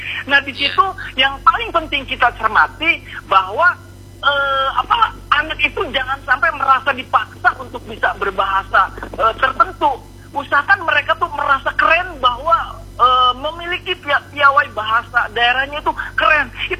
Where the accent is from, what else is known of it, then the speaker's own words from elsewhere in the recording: West Java, Indonesia; Saya suku Sunda, istri Aceh.